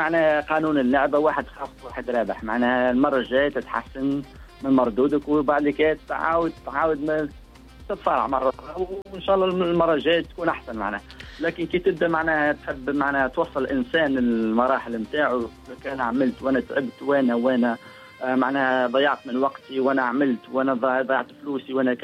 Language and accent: Arabic; Tunisia; moved away; كيما احنا جيت من بلاد من تونس اللغه معناها ما جيت نتهام معناها مش حافظ اللغه